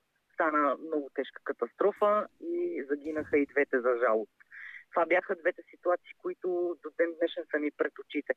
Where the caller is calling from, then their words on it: Sofia, Sofia City, Bulgaria; понеже съм от София